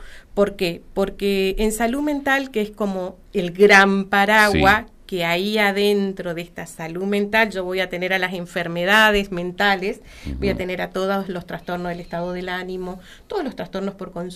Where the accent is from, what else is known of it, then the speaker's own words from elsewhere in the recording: Misiones, Argentina; Qué lindo decir soy de Misiones